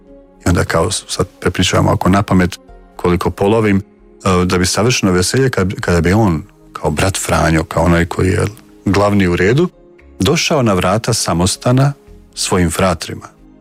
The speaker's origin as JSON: {"language": "Croatian", "country": "Bosnia & Herzegovina", "said": "dolazim iz Bosne pa sam djelovao u tim nekim župama koje su bile i gdje su katolici bili u manjini"}